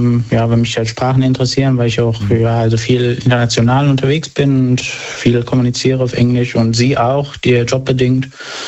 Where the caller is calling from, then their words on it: Westerwald, Germany; Westerwald.